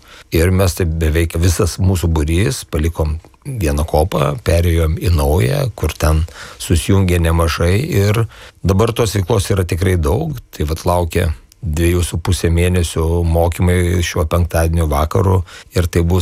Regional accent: Samogitia, Lithuania; also born or lived in Klaipėda; now in Vilnius, Lithuania; kaip mes žemaičiai mėgstam sakyti

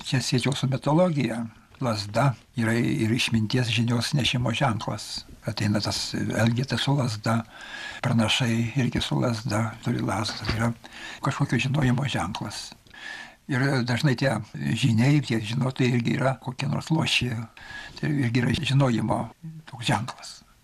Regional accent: Samogitia, Lithuania; Kadangi aš esu žemaitis, vėl toks pasakymas, žemaitis kukutis raudonas nukutis.

